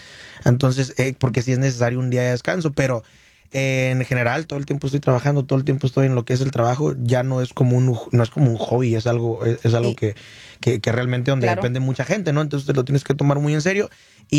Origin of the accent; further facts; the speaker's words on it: Michoacán, Mexico; accent: Michoacán; Así como mi acento michoacano.